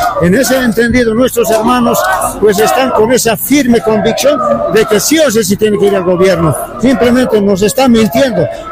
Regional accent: Bolivia

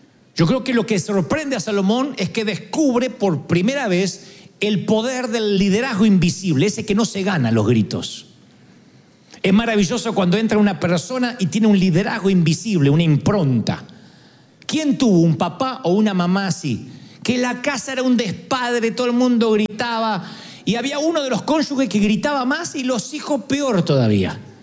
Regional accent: Argentina; soy argentino

